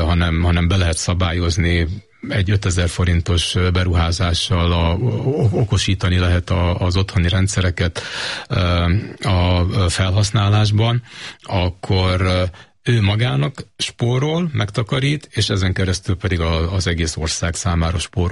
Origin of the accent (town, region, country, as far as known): Hungary